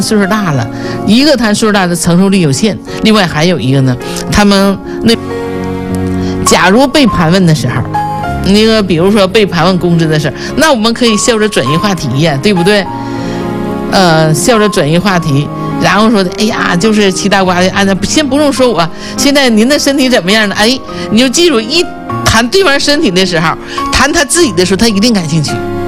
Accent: Northeast China, China; 这个膈应应该是我们东北人的哈，东北人的一个是不是方言呢？

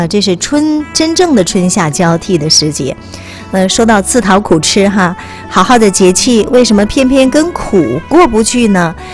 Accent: China; 都是我们中国人应时而食生活智慧的生动体现。

